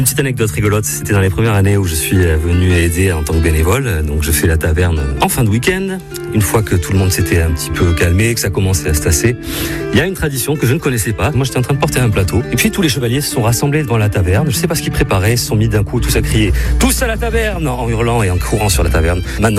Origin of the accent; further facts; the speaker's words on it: Bordeaux, Nouvelle-Aquitaine, France; J'ai 36 ans, je suis né à Bordeaux. Je suis vraiment un enfant du pays.